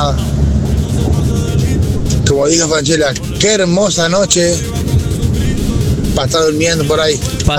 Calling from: Crespo, Entre Ríos, Argentina; de Crespo, Entre Ríos.

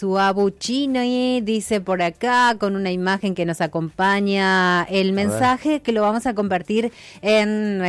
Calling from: San Antonio Oeste, Río Negro, Argentina; Hola, buenos días. … de San Antonio Oeste.

